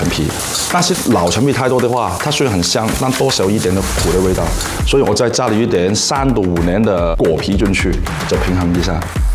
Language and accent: Chinese; Hong Kong; 我是来自中国香港的。